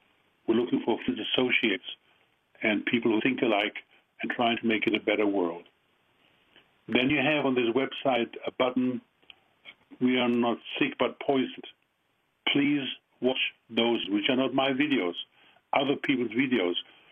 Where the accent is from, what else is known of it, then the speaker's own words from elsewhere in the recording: Germany; accent: German; English is a second language; moved away as an adult; now in United States; Yes, with my strong German accent. I came to the United States as an adult, so I didn't live here all my life. I moved to the United States 25 years ago